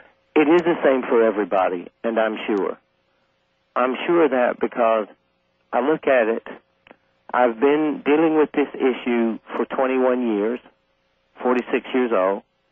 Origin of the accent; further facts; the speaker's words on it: South Carolina, United States; I'm a guy from South Carolina.